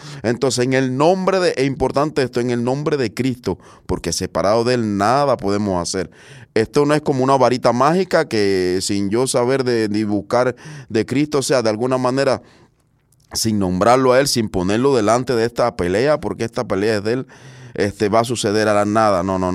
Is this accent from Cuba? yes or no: yes; Cuba; Pero en Cuba, de donde vengo, se estila mucho eso, tristemente, ¿ves?